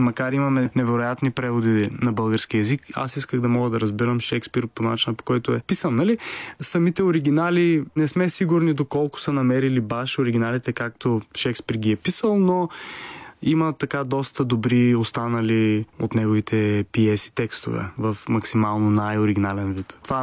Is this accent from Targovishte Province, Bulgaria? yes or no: yes; Targovishte, Targovishte Province, Bulgaria; Аз съм от Търговище, малко градче